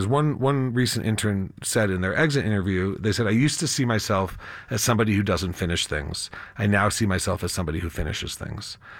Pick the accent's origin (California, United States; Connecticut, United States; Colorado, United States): Colorado, United States; born or raised there